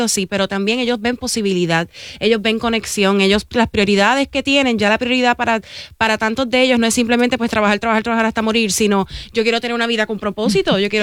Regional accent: Puerto Rico; nosotros como personas isleñas, como puertorriqueños o personas que vivimos aquí en Puerto Rico

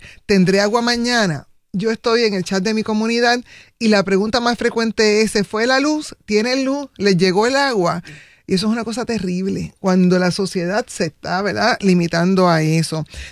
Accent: Caguas, Puerto Rico; Yo soy de una urbanización clase media en Caguas

